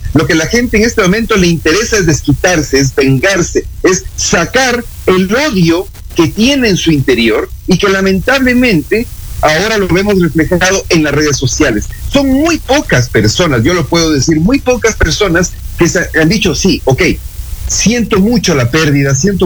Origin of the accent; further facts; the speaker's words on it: Ecuador; como ecuatorianos en beneficio de nuestro país